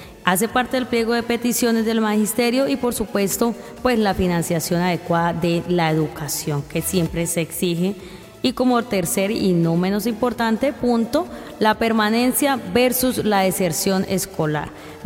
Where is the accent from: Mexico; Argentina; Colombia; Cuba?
Colombia; viven en cada uno de nosotros como colombianos